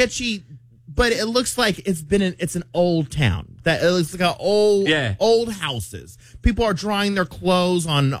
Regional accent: Dallas, Texas, United States; I said, yeah, because I'm from Oak Cliff.

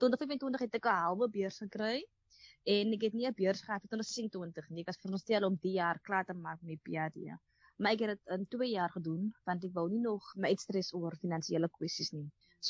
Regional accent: Atlantis, Western Cape, South Africa; accent: developed an accent

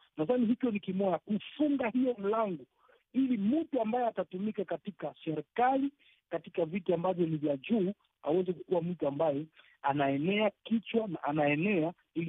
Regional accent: DR Congo; kwangu binafsi kama mkongomani

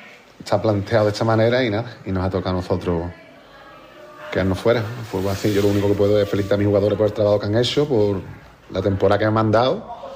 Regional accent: Jerez de la Frontera, Andalusia, Spain; me he sentido querido aquí en mi club, en mi tierra

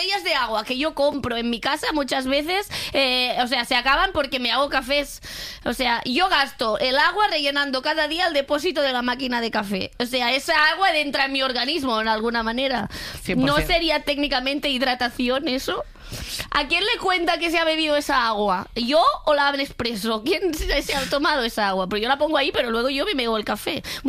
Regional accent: Catalonia, Spain; Bueno, ser catalana es lo que me hace beber agua. Al final le debo tanto a mi tierra.

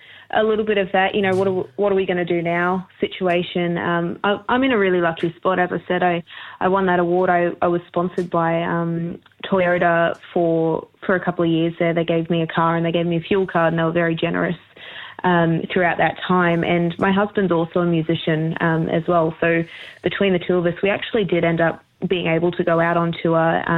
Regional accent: Townsville, Queensland, Australia; I'm from Townsville

